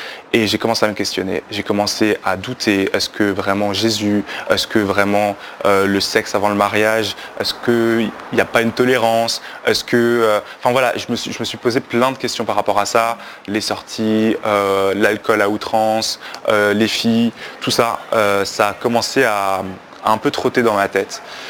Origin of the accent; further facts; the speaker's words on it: Belgium; Donc j'ai grandi en Belgique, du coup, j'ai eu une enfance assez normale avec ma famille qui est chrétienne